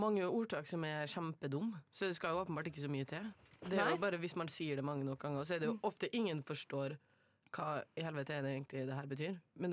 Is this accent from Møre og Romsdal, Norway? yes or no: no; Trondheim, Trøndelag, Norway; jeg er fra Trondheim.